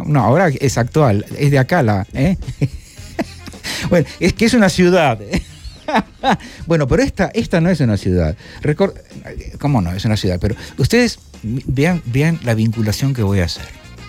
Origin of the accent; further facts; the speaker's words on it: Argentina; moved away; Chicato, decimos en Argentina